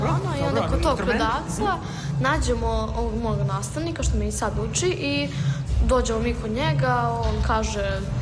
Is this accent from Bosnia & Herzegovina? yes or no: no; Čačak, Šumadija and Western Serbia, Serbia; imam 11 godina i dolazim iz Čačka.